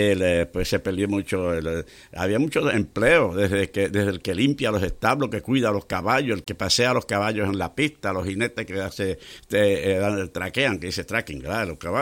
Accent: Fajardo, Puerto Rico; also born or lived in Tortola; en mi pueblo allá, donde dicen que yo nací, porque eso es lo que dicen, dicen que yo nací que en Fajardo

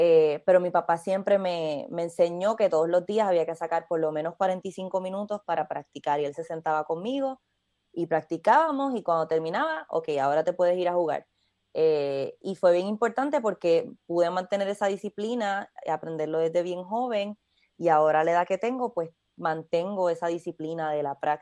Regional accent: Caguas, Puerto Rico; born there; also born or lived in Vega Alta; Sí, nací en Caguas, pero cuando empecé a tocar el cuatro, yo vivía en Vega Alta

